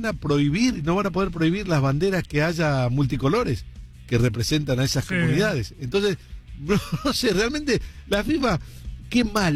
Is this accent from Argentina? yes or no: yes; Buenos Aires, Argentina; yo soy de Buenos Aires, ya dije, yo soy porteño.